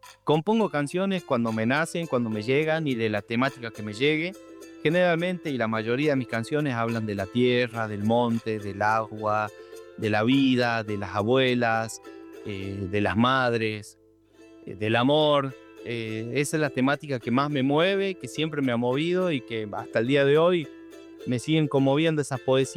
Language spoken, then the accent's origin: Spanish; Jujuy, Argentina; moved away as an adult; now in Córdoba, Argentina; yo nací en Jujuy y Jujuy es precordillera, entonces mi música, mi raíz, digamos, está impregnada de música andina. Música norteña, como son los carnavalitos, taquiraris, cuecas, bailecitos